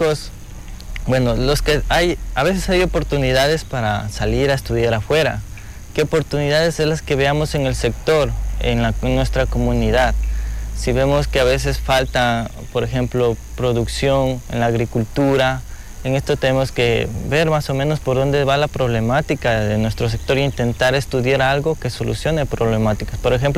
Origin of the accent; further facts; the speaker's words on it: Ecuador; regresé aquí, a mi pueblo, y estamos aquí.